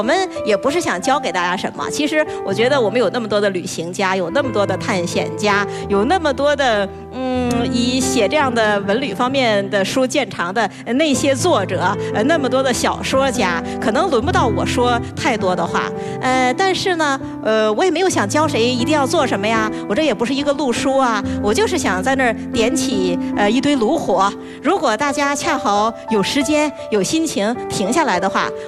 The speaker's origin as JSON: {"language": "Chinese", "region": "northern China", "country": "China", "said": "其实我是北方人呐，我觉得有点血脉觉醒的感觉。"}